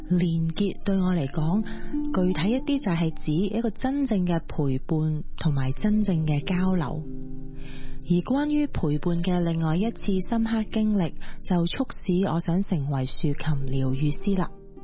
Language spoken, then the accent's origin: Cantonese; Hong Kong; 我是一个土生土长的香港人，我在理工大学完成了我的职业治疗学士学位课程之后，就成为一个注册职业治疗师